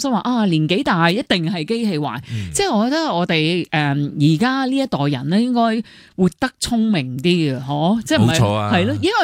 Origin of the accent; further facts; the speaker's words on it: China; 我哋中国人咧好多说话真系好鬼死啱